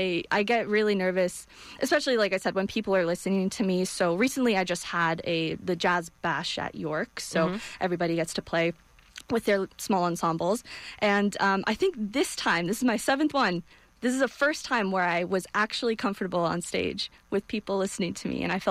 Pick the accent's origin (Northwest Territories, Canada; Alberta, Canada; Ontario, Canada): Alberta, Canada; Edmonton; So I grew up in the Edmonton area, mm-hmm. in Alberta.